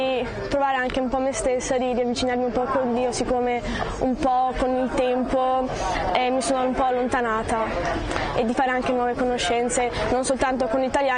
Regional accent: Quarto d'Altino, Veneto, Italy; Io vengo da Quarto d'Altino, in provincia di Venezia

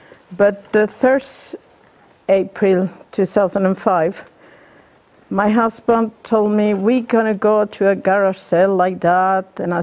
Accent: El Salvador; English is a second language; moved away; I came from El Salvador.

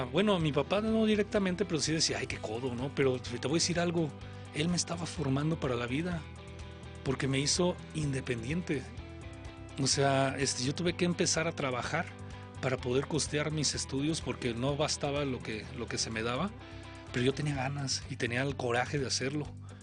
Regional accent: Zamora, Michoacán, Mexico; moved away as an adult; now in Guadalajara, Mexico; Yo soy de Zamora, de Michoacán.

